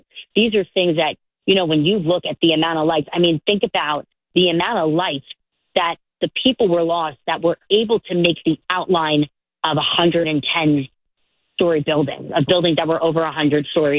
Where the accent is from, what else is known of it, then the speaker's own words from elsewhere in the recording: New York City, New York, United States; it makes you emotional as a New Yorker to see that.